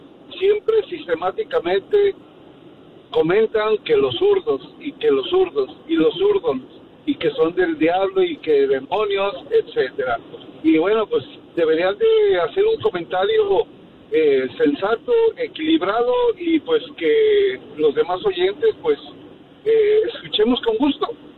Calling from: Chicago, Illinois, United States; De la ciudad de los vientos, Chicago, Illinois.

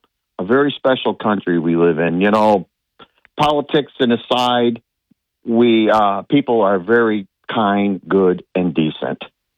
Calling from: Whitney Point, New York, United States; You told me to call back from Whitney Point.

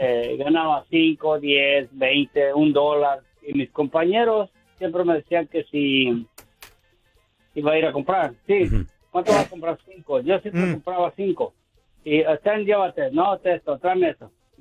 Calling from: Houston, Texas, United States; Vivo en Houston

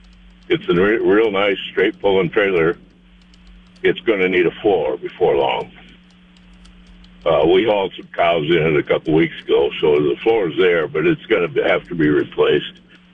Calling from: Canton, South Dakota, United States; from Canton.

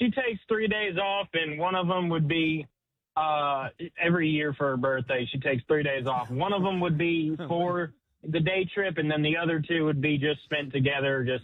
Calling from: Birmingham, Alabama, United States; Birmingham, Alabama.

